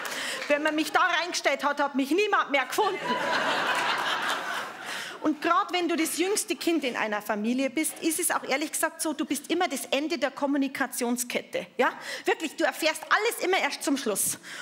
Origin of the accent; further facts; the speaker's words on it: Germany; Ja, ich bin schon an der Grenze aufgewachsen, aber so nah auch wieder nicht.